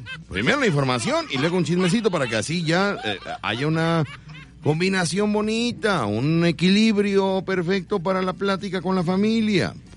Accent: Mexico; No, porque yo soy mexicano en las cachas

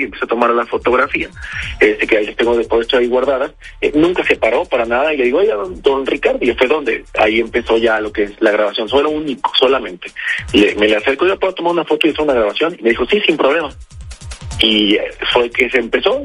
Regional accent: Veracruz, Mexico; como decimos los veracruzanos

